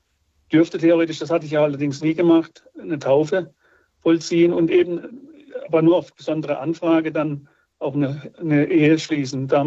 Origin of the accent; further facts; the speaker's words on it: Freiburg, Baden-Württemberg, Germany; Ja, ich stamme ja aus der Nähe von Freiburg und wir haben da eine wunderschöne Marienkapelle, Maria zum guten Rat.